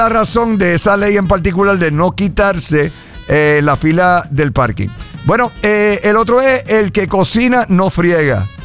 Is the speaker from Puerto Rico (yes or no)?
yes; Puerto Rico; Somos boricuas.